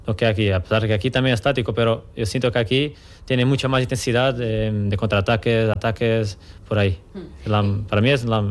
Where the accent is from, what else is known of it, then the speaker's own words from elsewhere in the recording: Algarve, Portugal; yo soy de sur de Portugal, Algarve, que es como un poco como aquí, como en Almería, la temperatura, mucho calor también, una ciudad muy pequeña también